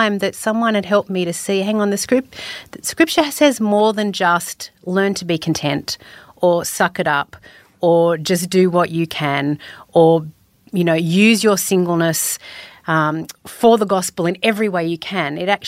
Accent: Sydney, New South Wales, Australia; born or raised there

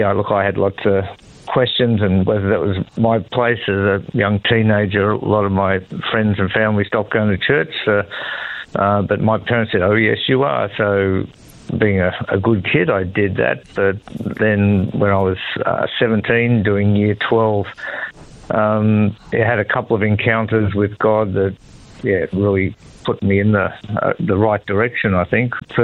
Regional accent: Ballarat, Victoria, Australia; moved away as an adult; also born or lived in Northern Territory / Queensland; I was born and raised on Wathaurong land, which is in Ballarat in Victoria. So was there for the first 21 years of my life, and then a couple of years in Benalla, and then about 40 years in the Territory.

